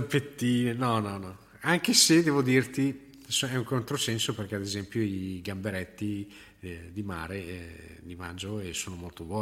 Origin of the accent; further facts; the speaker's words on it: Bergamo, Lombardy, Italy; fai conto che noi siamo da radio di Bergamo, io sono di Bergamo